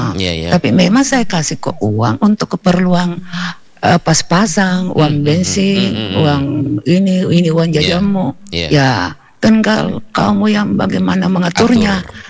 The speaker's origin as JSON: {"language": "Indonesian", "town": "Makassar", "region": "South Sulawesi", "country": "Indonesia", "said": "Kita juga sebagai orang Makassar, Bugis Makassar malu, karena di sana nggak ada."}